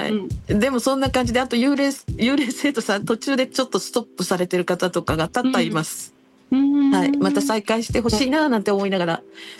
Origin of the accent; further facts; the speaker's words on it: Kanagawa, Japan; moved away as an adult; now in Okinawa, Japan; 出身は神奈川なんですけれども、主人も神奈川出身で、ちょっと主人の転勤で一緒についてきたっていう感じで、もう15年になります。